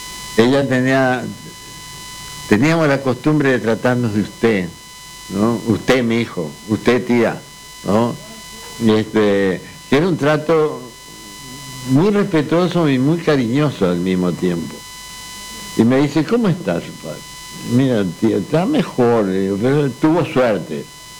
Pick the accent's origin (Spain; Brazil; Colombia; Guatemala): Guatemala; moved away as an adult; also born or lived in Buenos Aires, Argentina; Yo salí de Guatemala y me metí en Guatepeor cuando me fui a la Argentina